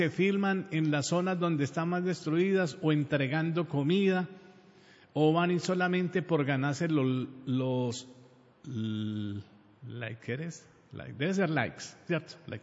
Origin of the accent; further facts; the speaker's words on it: Colombia; Nosotros los colombianos decimos tinto, no como los europeos, los españoles, que le dicen tinto al vinito rojo pequeño. No, nosotros le decimos tinto.